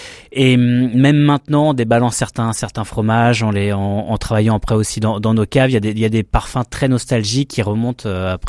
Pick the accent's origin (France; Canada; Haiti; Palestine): France; moved away as an adult; also born or lived in Japan; étant fils et petit-fils de crémier fromager, en tant que bon français